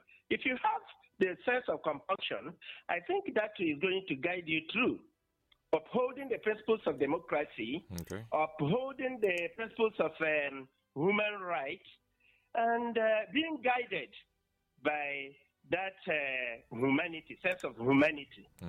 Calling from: Akizi, Ebonyi, Nigeria; I'm calling in from Akizi, Ebonyi State.

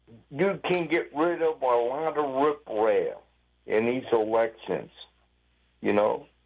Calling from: United States; As an American

